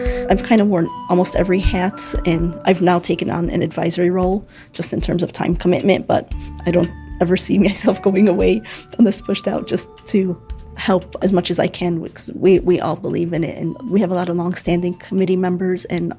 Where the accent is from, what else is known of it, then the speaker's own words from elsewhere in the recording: Chicago, Illinois, United States; Being a Chicagoan, it's been a fun ride. I'm born and raised in Chicago. I'm half Palestinian and half Jordanian.